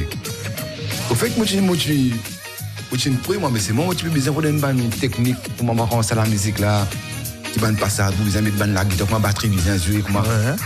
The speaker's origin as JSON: {"language": "French", "country": "Mauritius", "said": "je suis de Maurice"}